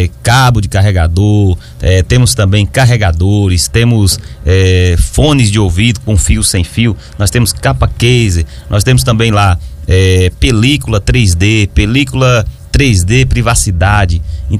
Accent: Bahia, Brazil; E nós que somos baianos, a gente só acredita vendo, né, assim, as coisas, só pegando, né, que a gente tem o costume.

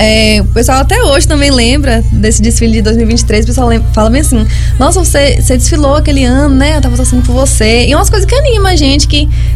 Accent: Serra, Brazil; Ah, eu sou daqui mesmo, de Serra.

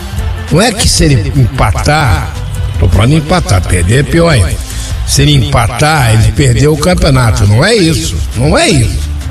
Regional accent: Brazil; Porque eu sou brasileiro, certo?

